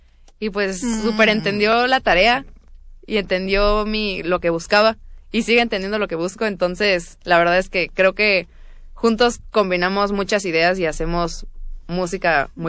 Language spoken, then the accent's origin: Spanish; Yucatán, Mexico; also born or lived in Querétaro; now in Mexico City, Mexico; Y fue hasta que me mudé aquí a Ciudad de México, porque vengo de Querétaro, pero soy yucateca.